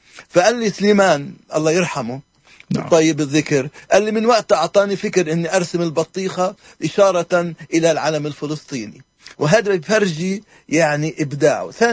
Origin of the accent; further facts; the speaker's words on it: Jerusalem, Palestine; عندنا في القدس